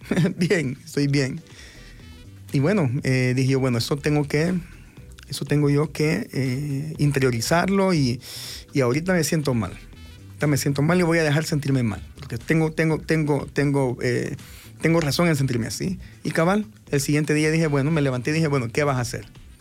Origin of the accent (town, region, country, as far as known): El Salvador